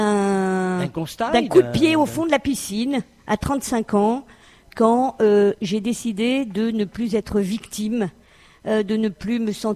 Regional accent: Paris, Île-de-France, France; Je suis de Paris, et oui.

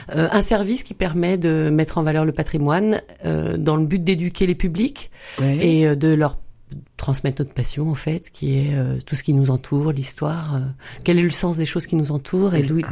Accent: Rennes, Brittany, France; moved away as an adult; Je suis rennaise d'origine.

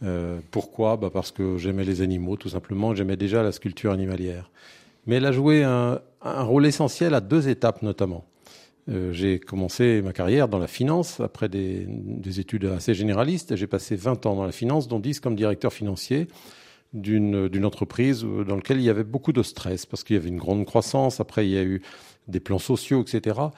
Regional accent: Rennes, Brittany, France; c'est alors que j'étais encore lycéen à Rennes, où je suis né à Rennes en Bretagne.

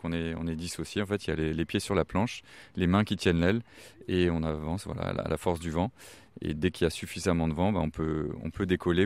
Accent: Larmor-Plage, Brittany, France; je suis l'Armorien, j'ai grandi à l'Armor Plage, j'habite aussi aujourd'hui à l'Armor Plage, j'ai 41 ans

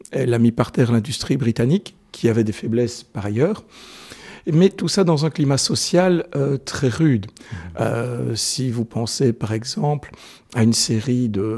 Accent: Namur, Wallonia, Belgium

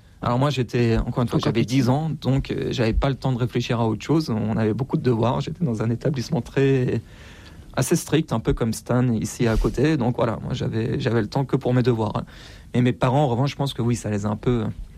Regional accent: Iran; born or raised there

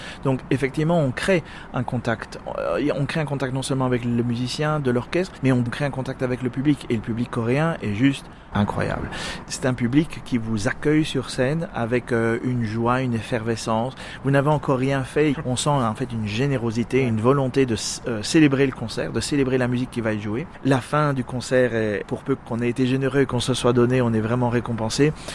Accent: Belgium; D'autant plus la Belgique, étant donné que je suis belge...

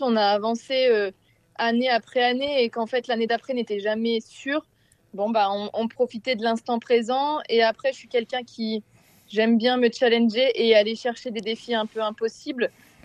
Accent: Normandy, France; born there; now in Sarthe, France; moi je suis née dans l'Orne, mais j'habite dans la Sarthe, donc c'est mes deux départements, on va dire, de natal, donc j'y tiens vraiment énormément.

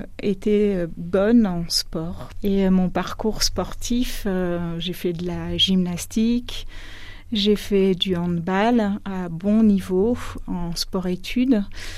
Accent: Châlons-en-Champagne, Grand Est, France; born there; now in Angles-sur-l'Anglin, France; Non, pas du tout. Je suis née à Châlons-en-Champagne.

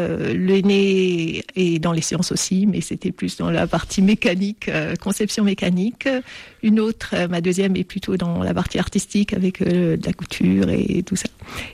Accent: Algeria; moved away as an adult; also born or lived in Dijon; now in France; En Algérie, pendant 18 ans, avec un père algérien, une mère française, et je suis venue en France à l'âge de 18 ans pour suivre mes études à Dijon

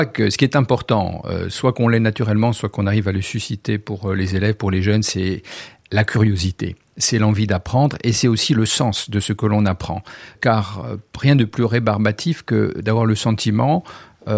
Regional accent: Corsica, France; Alors, j'ai grandi dans le rural en Corse, d'abord à Piedigorte du Gadge, pas loin de Corté, avec mes grands-parents.

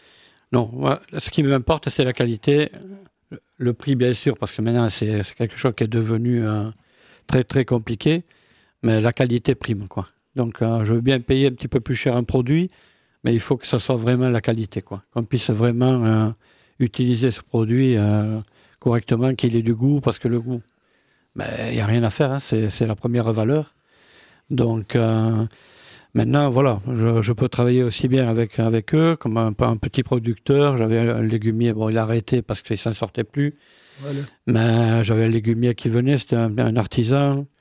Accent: Narbonne, Occitanie, France; accent: Southern French; je viens de Narbonne.

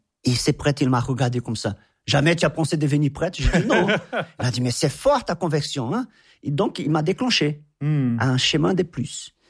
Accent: Anápolis, Goiás, Brazil; French is a second language; also born or lived in São Paulo, Brazil; Parce que quand j'étais dans ces campements à São Paulo, j'ai retourné chez moi à Goiás, à Anápolis.

